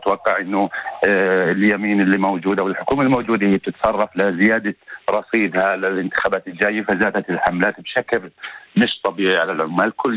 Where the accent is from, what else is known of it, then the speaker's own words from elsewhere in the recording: Hebron, West Bank, Palestine; بصراحة أنا من منطقة الجنوب من الخليل، وطول فترة شغلي كانت عملي في منطقة الجنوب في عراد في السبع.